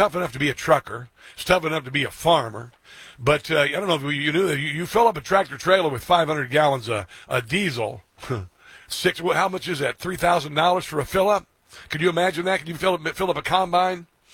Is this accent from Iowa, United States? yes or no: yes; Iowa, United States; moved away; growing up in Iowa